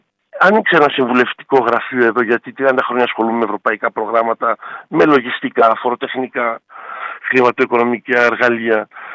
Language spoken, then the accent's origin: Greek; Greece; moved away; also born or lived in Belgium; Πρώτα απ' όλα αγαπάω τον τόπο μου. 30 χρόνια επιχειρηματίες στο Βέλγιο